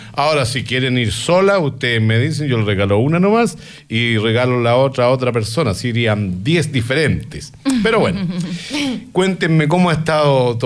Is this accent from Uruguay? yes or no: no; Chile; como decimos acá en Chile, muy cersi.